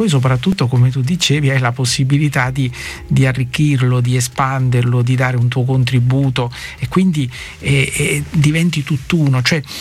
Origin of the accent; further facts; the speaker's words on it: Lucera, Apulia, Italy; Il primo convento in cui sono entrato è quello del mio paese.